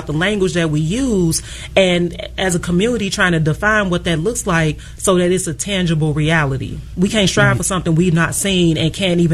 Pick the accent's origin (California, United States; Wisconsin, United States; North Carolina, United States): California, United States; Inglewood; I grew up in Inglewood, went to some of the best performing schools in the city, two-parent household, family, all the things.